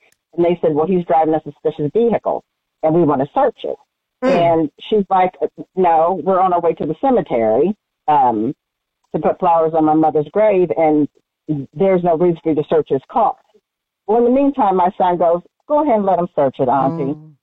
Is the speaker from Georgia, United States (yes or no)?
no; Kokomo, Indiana, United States; moved away as an adult; I was born and raised in Kokomo, Indiana. I still have family there. I frequent there often to see my friends and family.